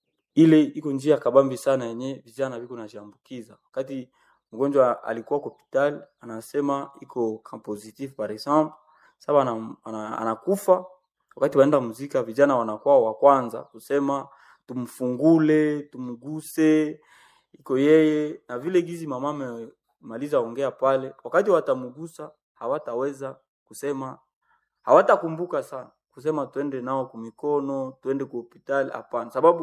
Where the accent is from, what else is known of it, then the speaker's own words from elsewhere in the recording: DR Congo; Niko jeune, mimi natokea katika RD Sante ya Wanamahika.